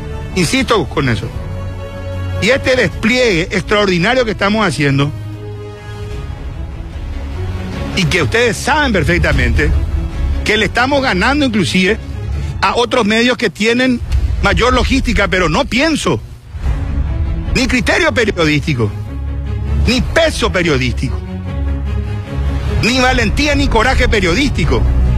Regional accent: Paraguay; Como paraguayo, como compatriota

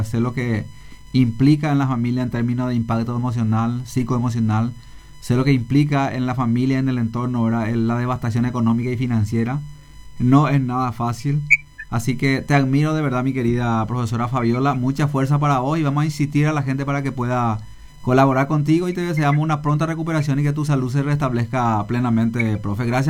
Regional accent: Concepción, Paraguay; now in Ciudad del Este, Paraguay; acá en Ciudad del Este también, yo particularmente también soy de Concepción, ¿verdad? Acá habemos muchos concepcioneros

